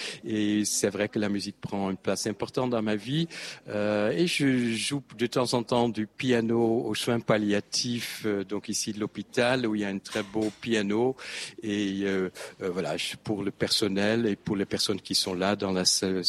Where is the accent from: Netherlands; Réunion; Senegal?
Netherlands; French is a second language; moved away as an adult; now in France; Je suis néerlandais et donc venu il y a 35 ans en France. J'ai fait une formation à Amsterdam d'universitaire pendant 5 ans